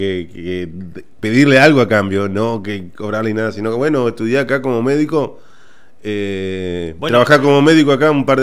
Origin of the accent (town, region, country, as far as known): Argentina